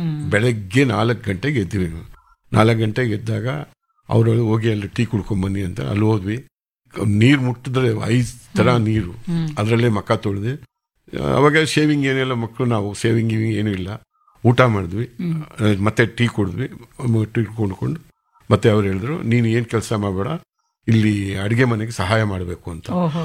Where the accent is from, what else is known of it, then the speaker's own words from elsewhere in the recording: Bengaluru, Karnataka, India; Sir ನಾನು Bengaluru Karnataka sir.